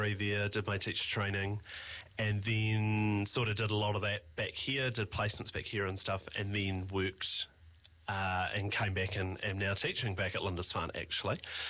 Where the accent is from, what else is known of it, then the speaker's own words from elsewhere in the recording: Hawke's Bay, New Zealand; also born or lived in Wellington; Yeah, so I'm born and bred in Hawke's Bay.